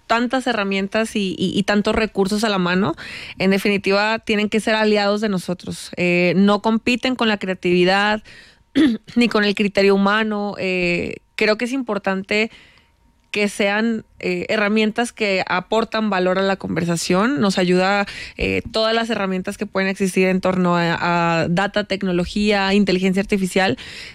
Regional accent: Mexico; Como podrás ver, yo soy mexicana y también somos grandes apasionados por el deporte

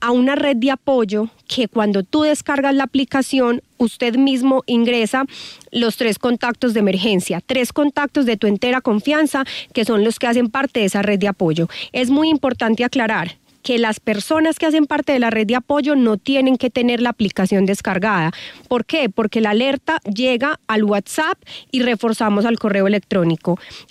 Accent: Antioquia, Colombia; Bueno, soy antioqueña de 36 años. Soy mamá.

